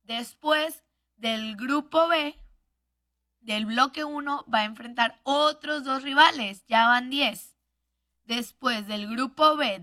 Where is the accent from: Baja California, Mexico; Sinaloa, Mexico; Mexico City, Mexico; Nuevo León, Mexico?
Nuevo León, Mexico; Monterrey; acá estamos en el norte, soy norteña, soy regia.